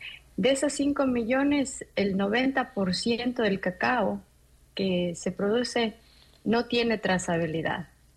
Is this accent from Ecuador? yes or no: yes; Ecuador; nosotros como ecuatorianos